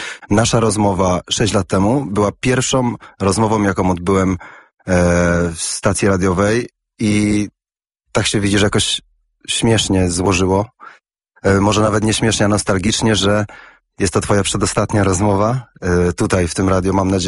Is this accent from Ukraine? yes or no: no; England, United Kingdom; now in Poland; wychowywałem się w Anglii i przyjechałem z Anglii